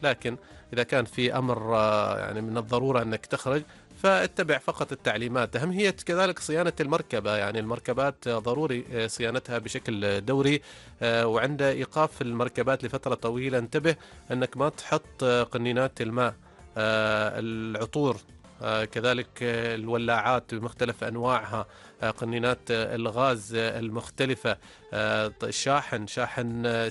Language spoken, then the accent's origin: Arabic; Oman; وكذلك رطب عندنا في عمان.